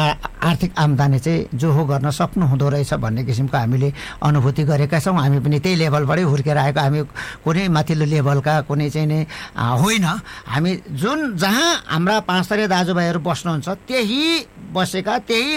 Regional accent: Koshi Province, Nepal; सिक्किम छुट्टै राज्य हुँदाखेरि भारत सिक्किम र नेपालको सिमाना जोडिएको ठाउँलाई चाहिँ तिन सिमाना भन्छ, त्यो मेरो गाउँमा पर्दछ।

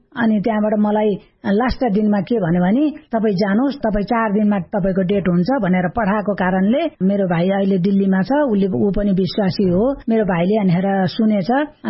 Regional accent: Fapharbari, Bagmati, Nepal; अनि मेरो माइती चाहिँ छोरी हो, मेरो घर चाहिँ फापरबारी हो।

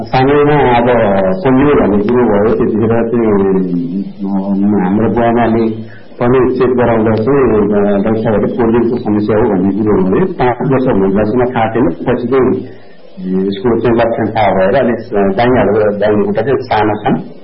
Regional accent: Khairahani, Bagmati, Nepal; हजुर, बाल्यकालै चितवनमै भयो। आफ्नै समितामै भयो।

